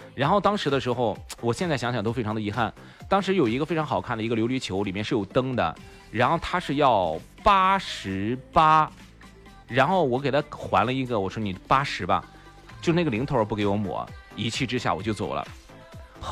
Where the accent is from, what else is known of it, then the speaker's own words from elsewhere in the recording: Qingzhou, Shandong, China; 土生土长的青州人